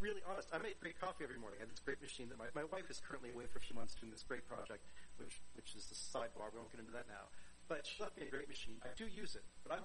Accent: Florida, United States; I think that's from growing up in Florida where, we were a middle-class family.

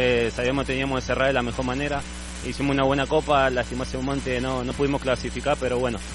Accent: Argentina; now in Mixco, Guatemala

